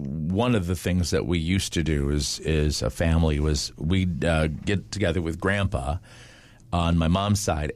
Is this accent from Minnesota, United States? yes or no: yes; Brainerd, Minnesota, United States; we're from Brainerd.